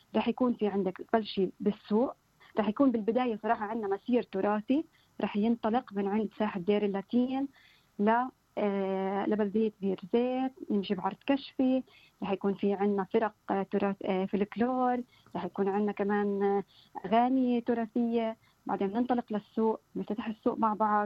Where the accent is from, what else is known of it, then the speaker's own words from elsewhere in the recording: Palestine; بتعبر عنا كفلسطيني